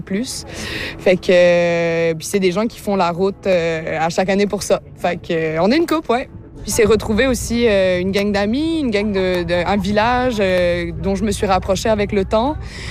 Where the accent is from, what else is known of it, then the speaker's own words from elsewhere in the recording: Réunion; also born or lived in France; Je suis originaire de la France. J'ai grandi à l'île La Réunion.